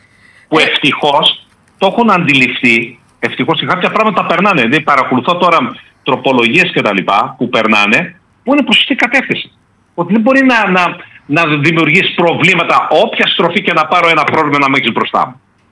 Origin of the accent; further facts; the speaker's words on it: Greece; μας αρέσει ως Έλληνες